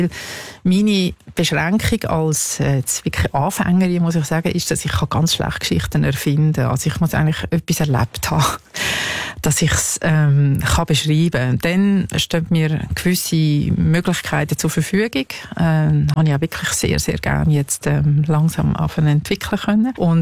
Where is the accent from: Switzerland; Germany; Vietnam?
Switzerland; in meinem Geburtsort Schweiz, wo ich aufgewachsen bin